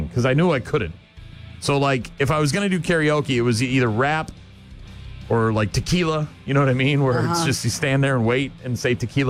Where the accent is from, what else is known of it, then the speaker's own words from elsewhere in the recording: Nashua, New Hampshire, United States; it was over by the Lita Lanes, which is the bowling center in Nashua, my hometown.